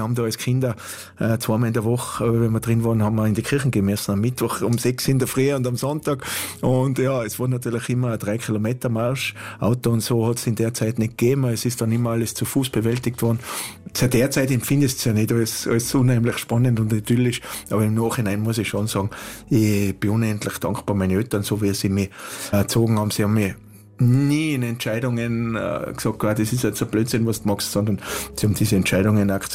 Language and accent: German; Navis, Tyrol, Austria; das ich bin gewürgelt und in Navis groß geworden, und das prägt mich, hat mich schon geprägt und hat mich auch immer wieder extrem geerdet, muss ich sagen.